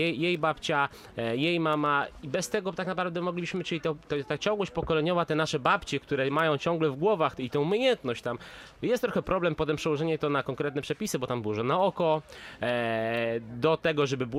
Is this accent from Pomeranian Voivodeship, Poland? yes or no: no; Masovian Voivodeship, Poland; to jest bardzo charakterystyczne dla właśnie południowo-wschodniego Mazowsza tutaj ta nasza sójka